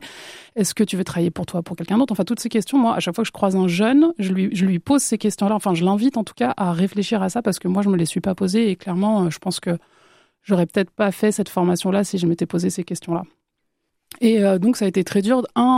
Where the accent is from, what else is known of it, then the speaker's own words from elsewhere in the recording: Barcelona, Catalonia, Spain; also born or lived in Orléans; alors il faut savoir que moi j'ai grandi à Barcelone, donc le décalage Barcelone-Orléans, il a été un petit peu dur pour moi.